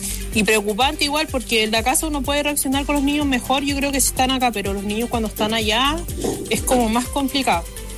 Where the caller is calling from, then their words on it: Caldera, Atacama, Chile; Soy de Caldera